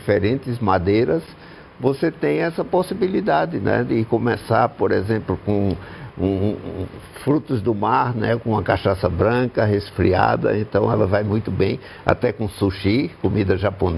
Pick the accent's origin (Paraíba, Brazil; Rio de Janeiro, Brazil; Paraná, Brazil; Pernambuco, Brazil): Pernambuco, Brazil; minha terra, exatamente.